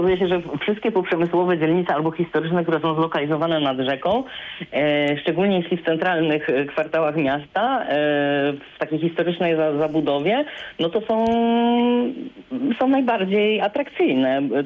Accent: Wrocław, Lower Silesian Voivodeship, Poland; born there; ja urodziłam się we Wrocławiu i jeden rok swojego życia spędziłem na dzielnicy, która nazywa się Nadodrze. Jak sama nazwa wskazuje, mieści się ona nad Odrą.

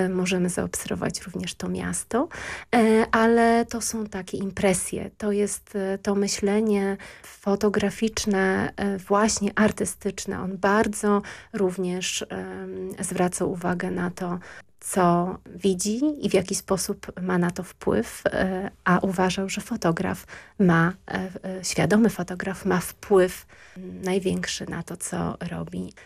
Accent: Vilnius, Vilnius County, Lithuania; Moja mała ojczyzna, Wilno przedstawiane przez Buchaka, to jest to miasto niebywałe, magiczne, pełne zaułków, światła i cienia, pięknych widoków, wspaniałych perspektyw.

